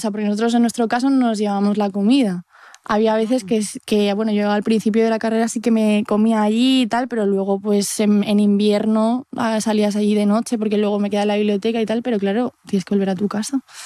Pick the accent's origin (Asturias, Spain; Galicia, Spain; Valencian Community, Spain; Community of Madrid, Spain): Community of Madrid, Spain; Madrid; yo soy de Carabanchel, entonces desde Carabanchel hasta Alcalá de Henares, pues son 2 horas en Renfe, más o menos.